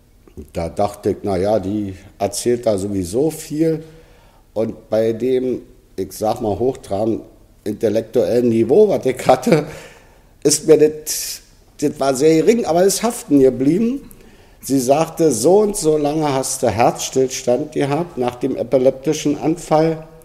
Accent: Berlin, Germany; Als Berliner, und da ist kein falscher Stolz, 3 Generationen, das ist schon eine ganze Menge, habe ich, obwohl ich wohnungslos war, meinen Kiez frequentiert, wo ich geboren bin, nämlich in Lichtenberg.

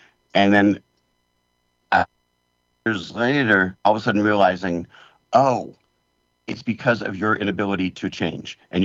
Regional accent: United States; I'm this American guy.

